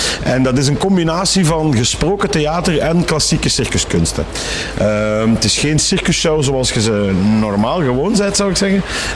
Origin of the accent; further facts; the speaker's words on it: Halen, Flanders, Belgium; Daar zijn we vorig jaar in december mee gestart met de eerste editie. Dat was in mijn thuisstad Halen.